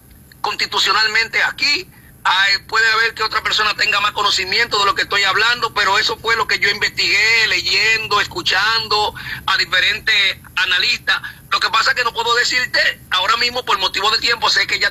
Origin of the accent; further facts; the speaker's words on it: Dominican Republic; aunque nosotros estemos en que seamos dominicanos, somos americanos.